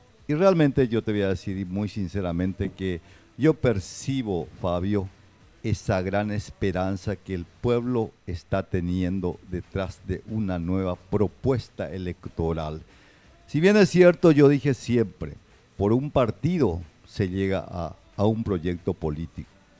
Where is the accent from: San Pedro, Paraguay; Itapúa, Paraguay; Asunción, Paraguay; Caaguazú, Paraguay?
Itapúa, Paraguay; Fram; Somos personas de Fran.